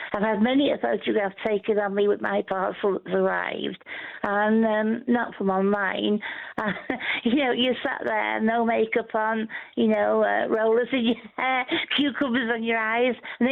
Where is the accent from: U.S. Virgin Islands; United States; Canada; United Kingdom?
United Kingdom; Northwich, North West England; moved away; I returned home to my hometown, Northwich in Cheshire